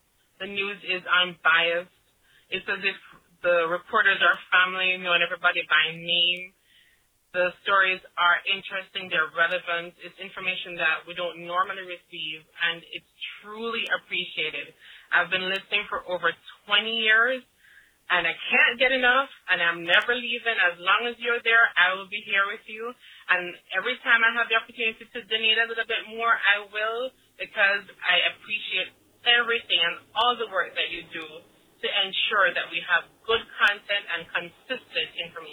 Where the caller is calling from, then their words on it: Wellington, Florida, United States; I'm calling from Wellington in West Palm Beach.